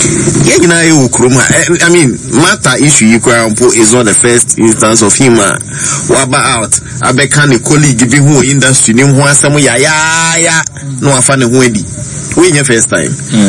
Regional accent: Ghana; I blame as Ghanaian

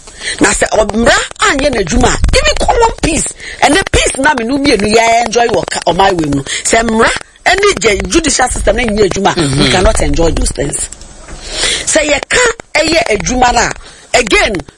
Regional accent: Ghana; And then no ni ayi hu no meme de again as a Ghanaian.

